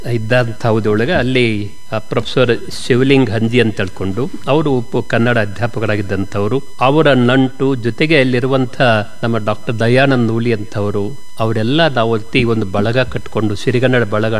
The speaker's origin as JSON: {"language": "Kannada", "town": "Mutnal", "region": "Karnataka", "country": "India", "tie": "born or raised there", "also_born_or_lived": "Hirebagewadi", "lives_now": "Belagavi, India", "said": "ನಾವು ಪ್ರಾಥಮಿಕ ಶಾಲೆಯೊಳಗೆ ಕಲಿಯುವಾಗಲೂ ಕೂಡ ನಮ್ಮೂರೊಳಗೆ ಮುತ್ನಾಳಂತ ಗ್ರಾಮದೊಳಗೆ"}